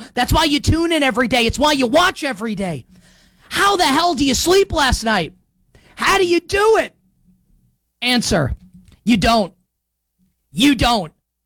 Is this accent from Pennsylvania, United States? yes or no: no; New York, United States; 100 guns and 100 clips, because we're from New York